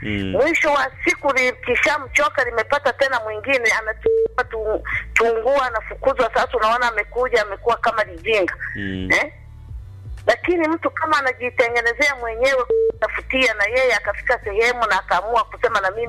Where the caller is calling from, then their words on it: Manyamanyama, Mara, Tanzania; natoka Manyamanyama.